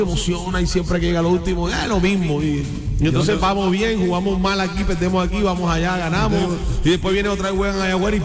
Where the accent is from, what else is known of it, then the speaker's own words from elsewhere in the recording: Cartagena, Bolívar, Colombia; muchos de nosotros, los cartageneros